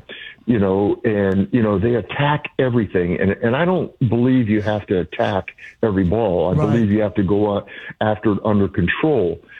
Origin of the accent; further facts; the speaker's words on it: Florida, United States; in Florida growing up, in the afternoons, you know, when I was young, I was probably 8, 9, 10 years old